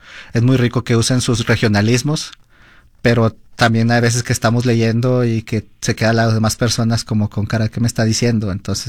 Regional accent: Mexico; yo soy mexicano

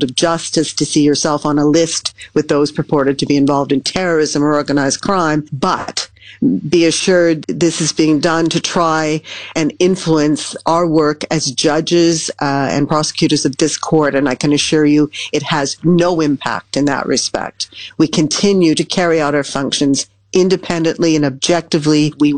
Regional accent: Canada; now in Netherlands; I'm in the Netherlands as a Canadian, I know that I'm subject to Dutch law.

